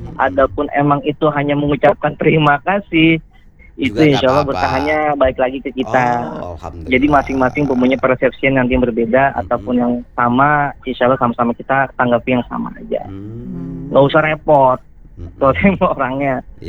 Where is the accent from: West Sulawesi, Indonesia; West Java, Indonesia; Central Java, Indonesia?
West Java, Indonesia; Tasikmalaya; saya sih orang Sunda juga, Tasik.